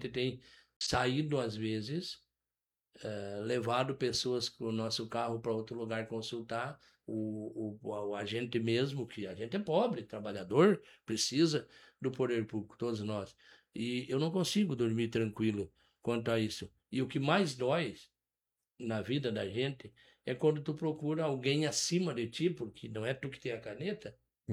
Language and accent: Portuguese; Brazil; filho do seu Ari, da dona Filhinha, né, que me criei na Morada do Sol. O município é pequeno.